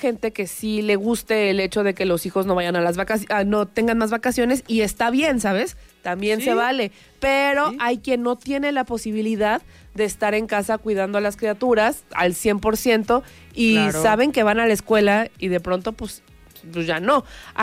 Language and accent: Spanish; Mexico; Otra cortina de humo ese mundial, pero bueno, somos mexicanos y nos gusta el fútbol.